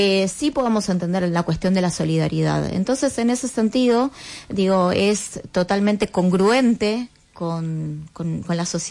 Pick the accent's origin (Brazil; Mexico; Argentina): Argentina; nosotros como argentinos somos un pueblo muy solidario